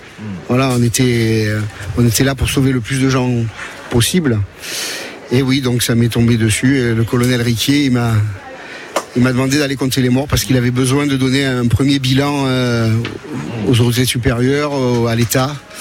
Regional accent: Nice, Provence-Alpes-Côte d'Azur, France; Alors pour nous les Niçois, oui.

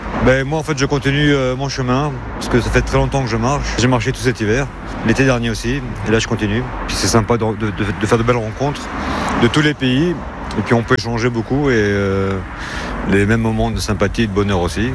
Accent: France; je suis français, j'ai 55 ans et je suis parti d'Angleterre

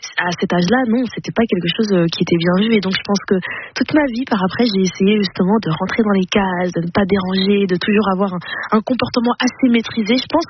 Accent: Flanders, Belgium; moi j'ai grandi en Flandre, donc la partie flamande de la Belgique.

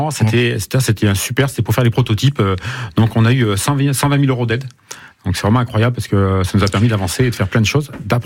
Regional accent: Auvergne-Rhône-Alpes, France; Alors on est en Auvergne. On est Auvergnat et on est en Auvergne.

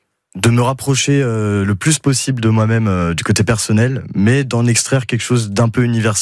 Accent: Centre-Val de Loire, France; moved away as an adult; now in Paris, France; je suis parti de la maison de Touraine, où je reviens quand même de temps en temps, pour arriver à Paris, me retrouver tout seul.

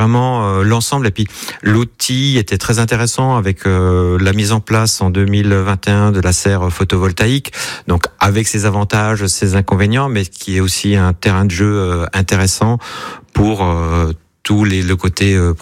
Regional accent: Bourgogne-Franche-Comté, France; Alors, je suis de l'Est de la France, je suis franc-comtois.

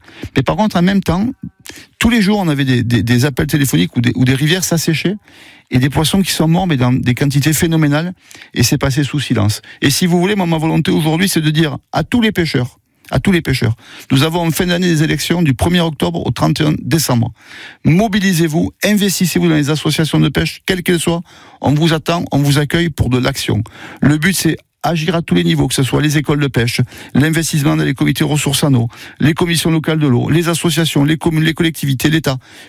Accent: Occitanie, France; Je suis petit-fils de meunier et de mineur. J'ai grandi en Cévennes, d'où mon accent un petit peu marqué.

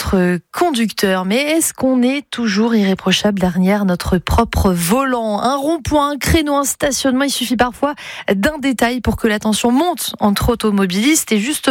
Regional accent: Brittany, France; Les Parisiens, peut-être, quand ils viennent chez nous en Bretagne.

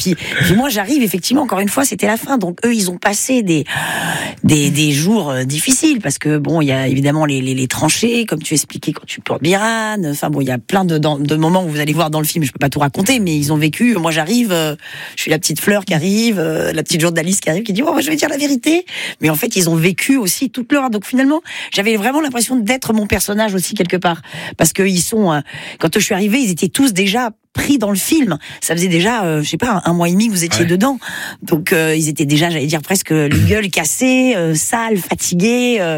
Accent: Anduze, Occitanie, France; moi je viens d'Anduze, donc je vais dire Anduze, moi j'adore, mais j'aime bien toute cette région, moi j'adore le Gard

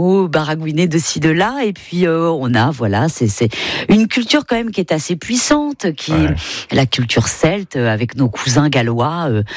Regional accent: Concarneau, Brittany, France; je continue à me recueillir très régulièrement quand je retourne chez moi à Concarneau.

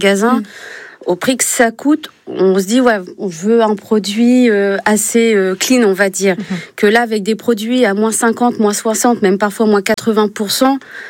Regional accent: Méobecq, Centre-Val de Loire, France; Moi, à Méobecq, parce que je suis originaire de Méobecq, on n'a que des personnes âgées qui se déplacent pas.

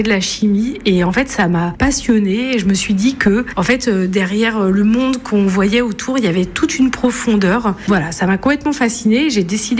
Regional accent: Lille, Hauts-de-France, France; Mais non, mais j'ai passé presque 18 ans à Lille.

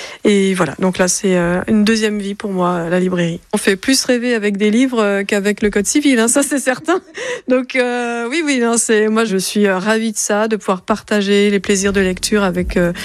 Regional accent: Paris, Île-de-France, France; now in Le Croisic, France; Moi, j'habite au croisique depuis 5 ans maintenant à l'année, mais à la base, j'étais de Paris.

